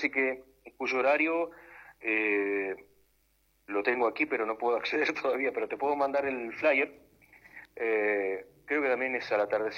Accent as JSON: {"language": "Spanish", "region": "Patagonia", "country": "Argentina", "also_born_or_lived": "Buenos Aires", "moved": "yes", "lives_now": "Mar del Plata, Argentina", "said": "Si bien yo soy de origen patagónico, me tocó ir para allá, a la provincia de Santa Cruz"}